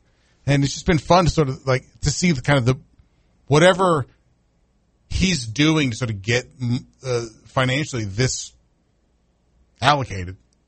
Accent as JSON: {"language": "English", "region": "Florida", "country": "United States", "tie": "born or raised there", "said": "growing up in Florida, like, with the heat and humidity"}